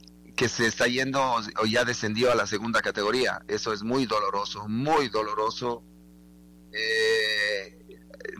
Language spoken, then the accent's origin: Spanish; Ecuador; yo soy ecuatoriano